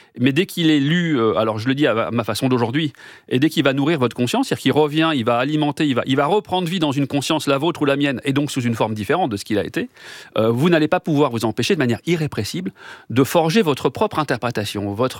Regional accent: Paris, Île-de-France, France; also born or lived in Sarcelles; je suis né à Sarcelles. Ouais. Voilà, où j'ai passé les 5 premières années, donc avec quelques souvenirs d'enfance, évidemment, de ma vie à Sarcelles, et ensuite à Paris, dans le 11e arrondissement que j'appréciais beaucoup.

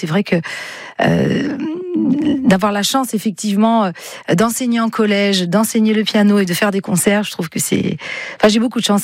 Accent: Sagone, Corsica, France; also born or lived in Bastia / Nice; J'étais à Sagone, mes parents habitaient Sagone, et on habitait une villa qui était sur deux étages.

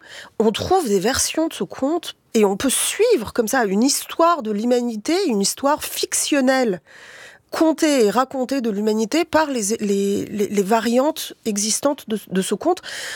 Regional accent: Paris, Île-de-France, France

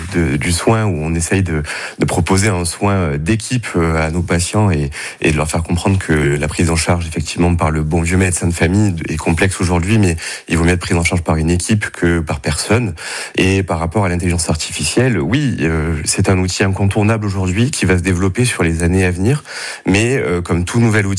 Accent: Martigues, Provence-Alpes-Côte d'Azur, France; born there; Je suis né à Martigues, je travaille sur Martigues

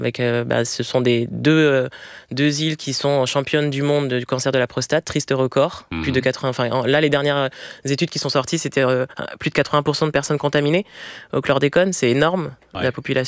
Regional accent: Villiers-le-Bel, Île-de-France, France; also born or lived in Clamart; Je suis née à Clamart, mais j'ai grandi à Villers-le-Bel. Puis après, oui, pas mal de déménagement un peu partout en Ile-de-France avec un point de chute dans le 77.

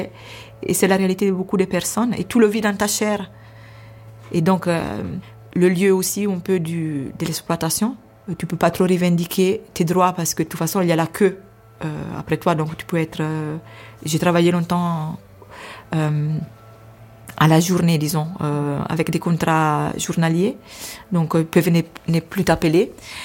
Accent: Italy; moved away

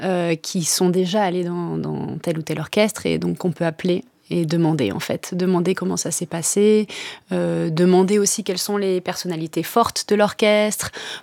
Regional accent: France

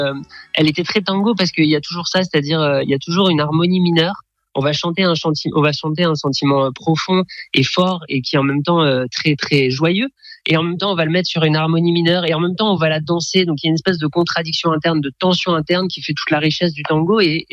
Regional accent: Paris, Île-de-France, France; Et moi, je viens de Paris et j'ai étudié au conservatoire de Gennevilliers

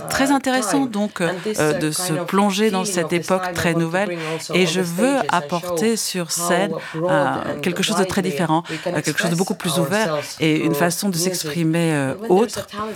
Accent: Finland; born or raised there; also born or lived in Ukraine

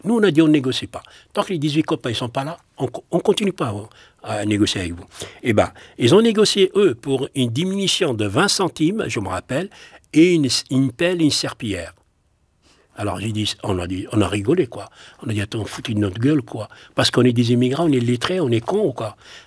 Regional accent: Algeria; now in France; on a quitté l'Algérie, on a pensé c'est fini, on ne les trouve plus.

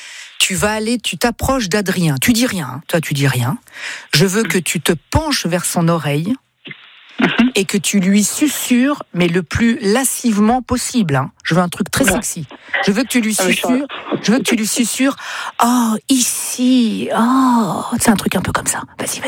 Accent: Italy; mais ça c'est les Italiens ça, et je suis italien moi

